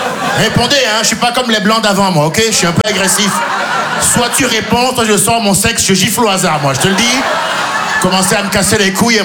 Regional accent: Benin; dis, je suis franco-béninois. Ouais, mais je me dis, maintenant, quand les impôts, ils viennent, je suis béninois.

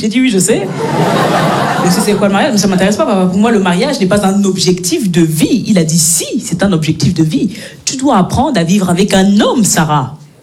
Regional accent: Belgium; Moi, je suis née et j'ai grandi en Belgique.

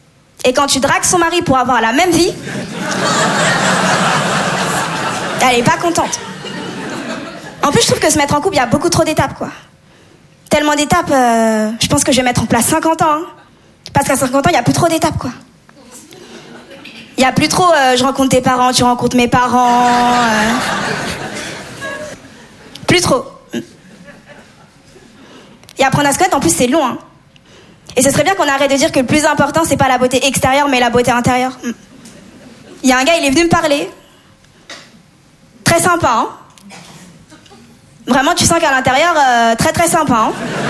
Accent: Comoros

